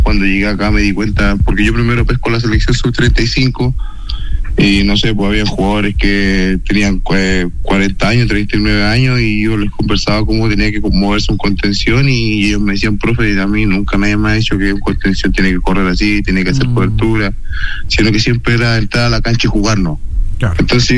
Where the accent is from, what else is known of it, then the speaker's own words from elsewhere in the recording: El Tambo, Coquimbo, Chile; also born or lived in Orcón; Yo soy de acá del Tambo.